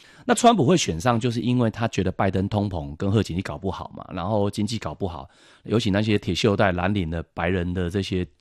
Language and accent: Chinese; Taiwan; 这我们台湾人有时候会忽略